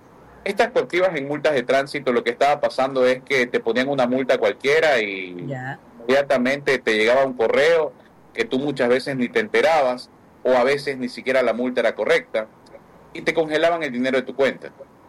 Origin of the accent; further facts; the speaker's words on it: Ecuador; primero el ecuatoriano, siempre voy a decir eso. Nosotros somos asambleístas del Ecuador y siempre vamos a legislar para los ecuatorianos.